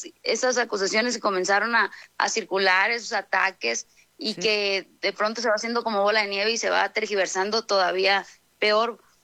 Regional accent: Sinaloa, Mexico; pues soy norteña, soy sinaloense

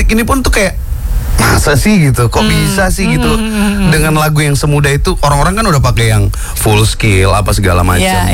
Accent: Balikpapan, East Kalimantan, Indonesia; Sedangkan aku sendiri nih dari Balikpapan.

